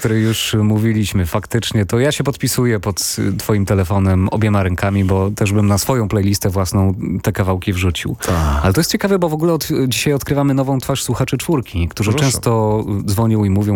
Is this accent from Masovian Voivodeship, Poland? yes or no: no; Rzeszów, Subcarpathian Voivodeship, Poland; ja z Rzeszowa pochodzę.